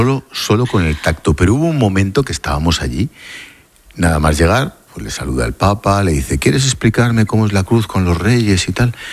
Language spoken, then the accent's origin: Spanish; Madrid, Community of Madrid, Spain; yo me sentí muy orgulloso, como madrileño, de pertenecer al mismo país